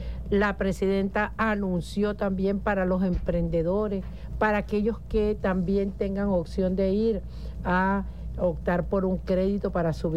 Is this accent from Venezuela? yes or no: yes; Venezuela; juntos y juntas como venezolanos de buen corazón, como lo que somos